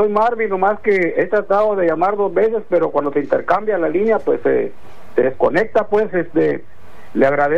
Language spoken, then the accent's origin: Spanish; Guatemala; now in United States; Yo soy un cuarto de indio, ¿verdad? Soy guatemalteco y soy quechí.